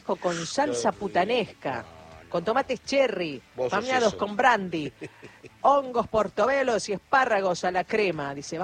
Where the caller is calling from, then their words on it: Zárate, Buenos Aires Province, Argentina; de Zárate.